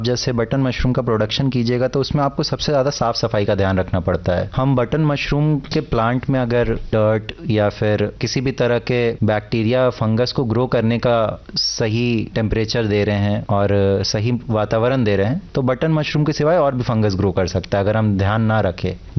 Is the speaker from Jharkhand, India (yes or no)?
yes; Ranchi, Jharkhand, India; और मैं रांची झारखंड का ही रहने वाला हूँ।